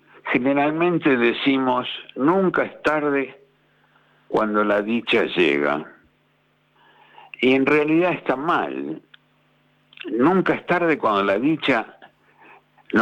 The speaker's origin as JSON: {"language": "Spanish", "town": "Barracas", "region": "Buenos Aires Province", "country": "Argentina", "said": "¿De dónde sos? De la República de Barracas."}